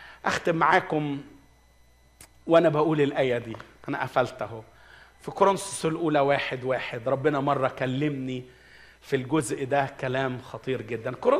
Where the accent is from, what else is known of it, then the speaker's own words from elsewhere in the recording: Egypt; عندنا في مصر